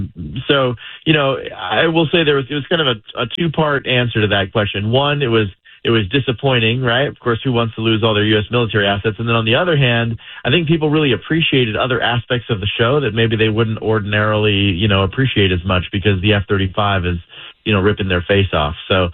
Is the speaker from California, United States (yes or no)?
yes; Huntington Beach, California, United States; my company's in Huntington Beach. I'm born and raised in Huntington.